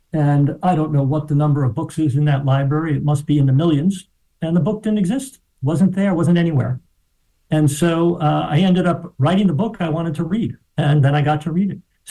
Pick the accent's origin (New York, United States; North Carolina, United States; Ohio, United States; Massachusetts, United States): New York, United States; New York City; But when I grew up in Riverdale, it was very much like a small town, that I grew up on a street that was a dead-end road with garden apartments.